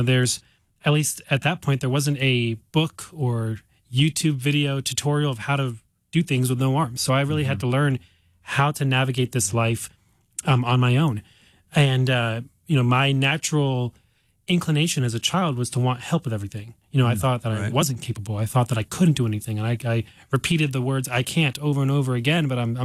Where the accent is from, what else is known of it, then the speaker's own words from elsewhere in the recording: United States; also born or lived in Romania; I was adopted at the age of two by a loving family here in the States, and grew up in a very loving home.